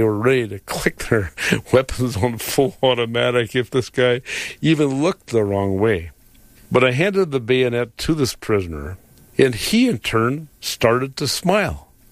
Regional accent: Wisconsin, United States; I'm trying to tell this guy that I am from Wisconsin, and I have three children in our family. I'm the middle of the three children.

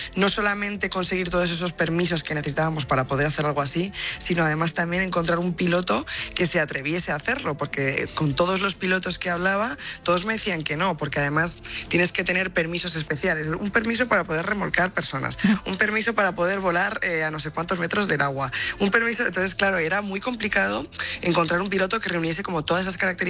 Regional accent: Spain; si somos españoles

